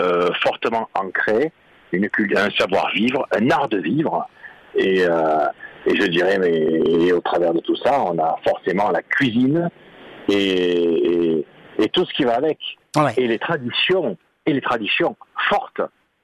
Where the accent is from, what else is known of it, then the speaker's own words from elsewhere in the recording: Marseille, Provence-Alpes-Côte d'Azur, France; born there; Moi, je suis né à Marseille.